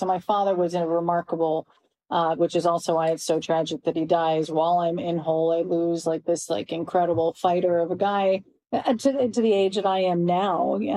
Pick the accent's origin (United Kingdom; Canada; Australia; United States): Canada; My parents, I was raised fully in Canada, indoctrinated to doubt everything in the U.S.